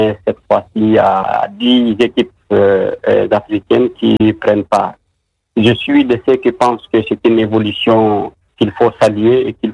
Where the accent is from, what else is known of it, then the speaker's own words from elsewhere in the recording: Guinea; en tant que Guinéen